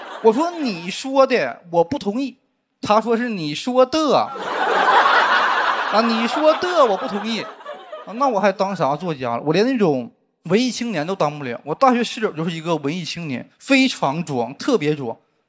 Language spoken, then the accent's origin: Chinese; Northeast China, China; 然后我是东北人啊，出生在东北一个农村，所以小时候家挺穷的